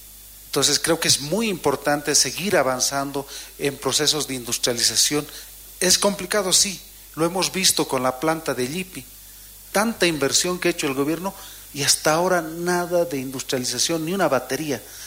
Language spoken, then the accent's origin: Spanish; Oruro, Bolivia; somos nosotros, orureños, los hermanos y hermanas que viven de ahí